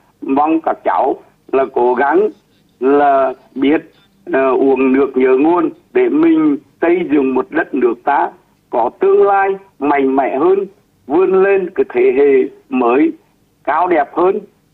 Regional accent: Nghệ An, Vietnam; born or raised there

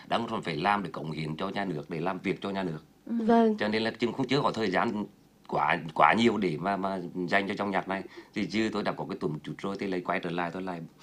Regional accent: Vinh, Nghệ An, Vietnam; Tôi học từ cấp 1 cấp 3 ở Vinh, mà tôi đẻ ra ở Vinh

